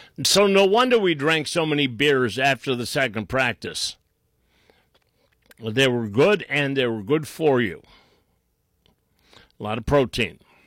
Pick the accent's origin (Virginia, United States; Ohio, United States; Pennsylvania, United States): Ohio, United States; maybe it was because I'm from Northeast Ohio.